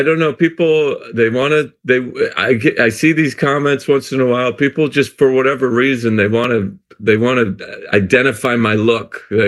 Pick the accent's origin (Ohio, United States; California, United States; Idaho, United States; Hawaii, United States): Idaho, United States